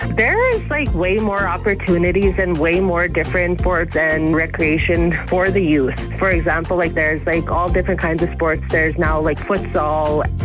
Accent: Île-à-la-Crosse, Saskatchewan, Canada; I'm from Isle of Cross, and I am a Treaty from English River First Nations.

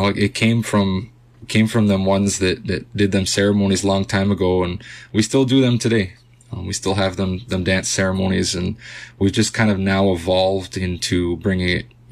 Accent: Curve Lake First Nation, Ontario, Canada; I'm from Curve Lake First Nation originally.

